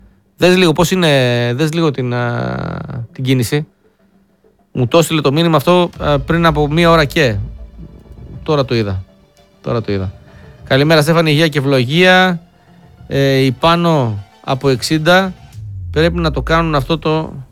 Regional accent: North Aegean, Greece; Εγώ είμαι από Λέσβο και αυτοί ελέγξανε ρολόι στην Αθήνα.

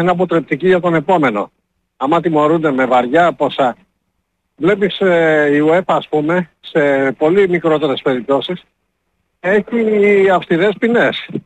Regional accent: Greece; σαν Έλληνας και σαν άνθρωπος που έχω σχέση με τη Μακεδονία.

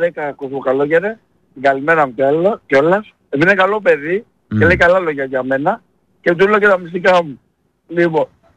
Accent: Greece

